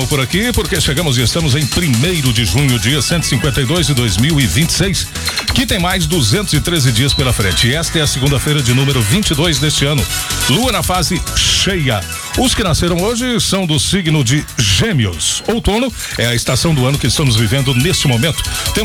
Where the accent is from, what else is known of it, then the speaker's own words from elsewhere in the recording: Goiás, Brazil; é preciso fazer algo que eu, como goiano, nunca fiz, né? E até mesmo desabafei aqui com o Edeilson, que sou um goiano desnaturado, né?